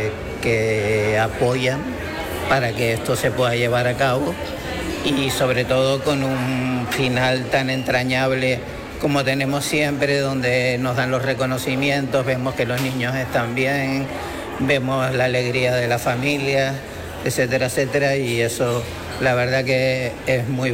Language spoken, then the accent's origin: Spanish; Tenerife, Canary Islands, Spain; also born or lived in Puerto Vallarta; now in Los Cabos, Mexico; que es de Tenerife igual que yo